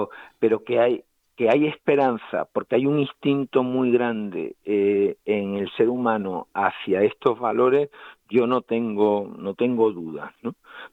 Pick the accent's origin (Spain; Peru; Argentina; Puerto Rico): Spain; El Puerto de Santa María, Andalusia; que era un abogado cultísimo de mi pueblo, que es el Puerto de Santa María